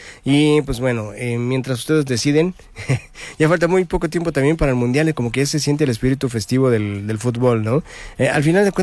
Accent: Mexico; ¿a poco no nos gustaría como mexicanos levantar la copa y decir, somos campeones?

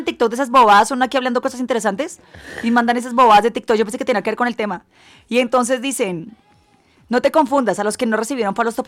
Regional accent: Colombia; Se los digo como colombiana.

